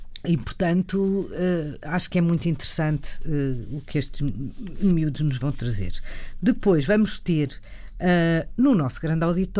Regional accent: Portugal

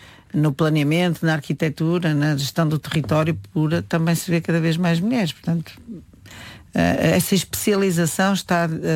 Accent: Matosinhos, Norte, Portugal; born there; Eu nasci em Matosinhos, isto é um bocado assim provinciano, mas eu sou de Matosinhos

